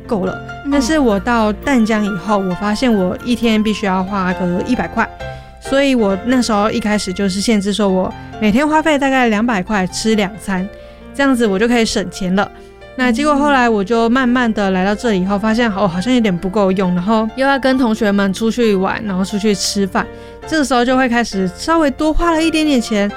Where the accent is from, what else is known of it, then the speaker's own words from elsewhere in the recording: central Taiwan, Taiwan; now in Tamsui, Taiwan; 因为我是中部人嘛